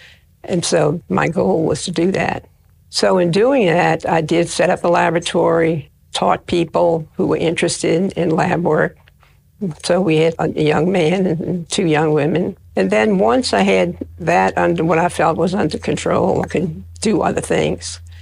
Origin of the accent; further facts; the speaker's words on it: New Orleans, Louisiana, United States; I grew up here in New Orleans, down in the Ninth Ward, which was mainly German at the time. And the church that I was baptized in is the German church. And only German was spoken in the church and the school because I had a German heritage.